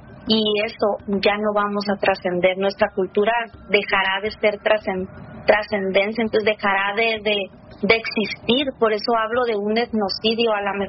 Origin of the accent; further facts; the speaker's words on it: Sinaloa, Mexico; la subsistencia que hemos tenido los mayos yoremes